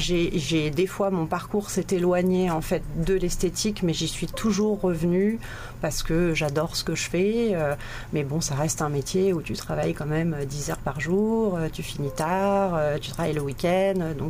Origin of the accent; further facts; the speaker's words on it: Nouméa, South Province, New Caledonia; now in Vanuatu; j'ai passé toute ma jeunesse en Calédonie